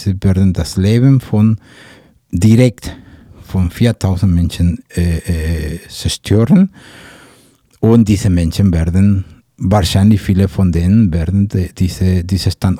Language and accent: German; Mexico; German is a second language; was ich als Mexikaner, was wir uns als Mexikaner gewöhnt sind, in dem Sinne, dass solche Projekte kommen mit Bestechungen, mit Bedrohungen, die werden Aktivisten ermordet. In Mexiko werden immer noch